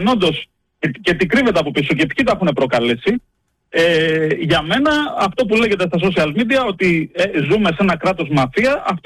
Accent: Greece; να μπορέσουμε να αυξηθούμε ως Έλληνες

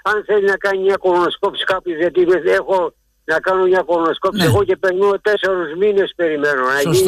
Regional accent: Lefkada, Ionian Islands, Greece; moved away as an adult; now in Piraeus, Greece; τη Λευκάδα που είναι η πατρίδα μου, γεννήθηκα εκεί, μεγάλωσα μέχρι τα 25 μου χρόνια. Μετά ήρθα εδώ στον Πειραιά και έγινα ναυτικός.

